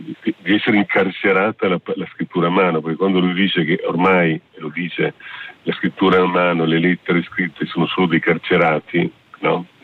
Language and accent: Italian; Venice, Veneto, Italy; sono veneziano.